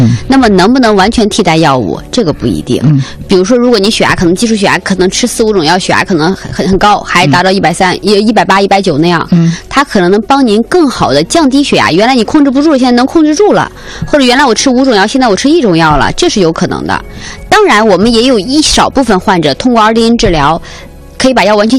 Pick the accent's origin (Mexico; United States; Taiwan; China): China; Northeast China; 我们东北人